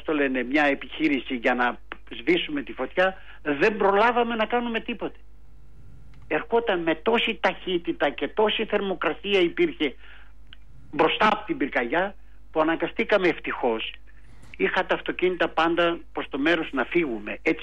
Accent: Eiriniko, Central Macedonia, Greece; Είμαι στο χωριό μου, στο Κιλκής, λέγεται Ειρηνικό το χωριό. Εάν ήμουν στην Αθήνα θα ήμασταν στο στούντιο μαζί.

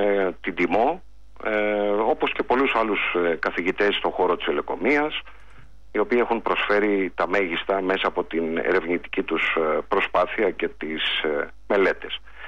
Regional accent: Greece; στην κουλτούρα μας σαν Έλληνες και σαν ελληνικός λαός

